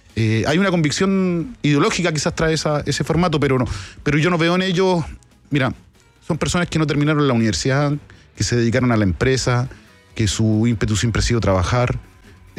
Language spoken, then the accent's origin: Spanish; Chile